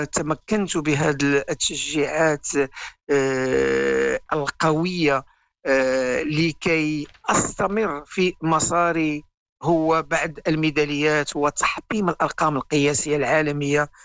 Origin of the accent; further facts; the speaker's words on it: Fez, Fès-Meknès, Morocco; also born or lived in Kenitra; أنا خلقت في مدينة قنيطرة، ولكن لا أعرف شيئا عن مدينة قنيطرة. لأنني كبرت وتربيت، وكل ما فعلته في مدينة فاس. فصحيح هي مولد أين ولدت، ولكن لا أعرف شيئا عليها.